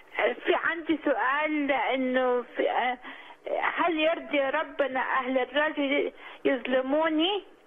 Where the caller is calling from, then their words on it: Australia; انا بنت الرب من استراليا.